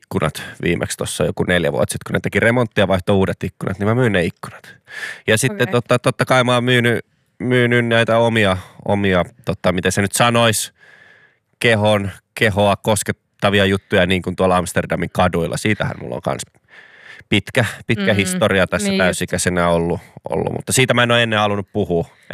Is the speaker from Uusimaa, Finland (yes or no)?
yes; Kirkkonummi, Uusimaa, Finland; moved away; Mä tuon kiertelen meidän kotikonnuilla